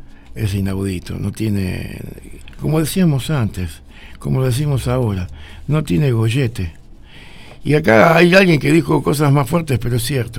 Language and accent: Spanish; Argentina; pero nos siguen faltando respeto como país, como argentinos